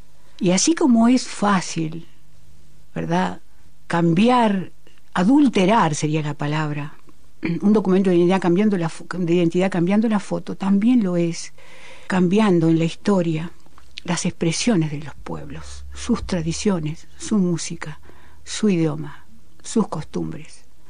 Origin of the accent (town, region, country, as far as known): Argentina